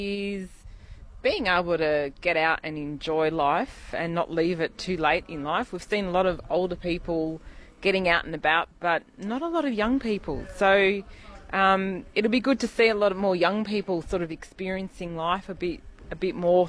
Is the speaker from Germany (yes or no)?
no; Sunshine Coast, Queensland, Australia; I'm from Sunshine Coast.